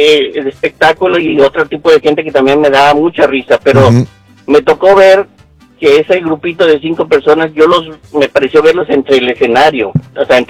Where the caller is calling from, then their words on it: Reynosa, Tamaulipas, Mexico; yo soy de Reynosa.